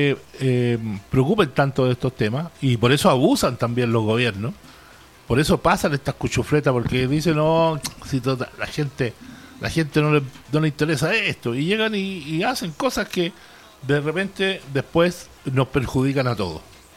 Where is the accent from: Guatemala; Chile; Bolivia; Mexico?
Chile; somos chilenos